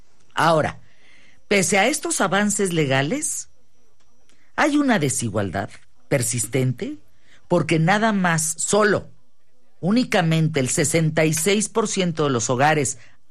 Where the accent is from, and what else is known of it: Mexico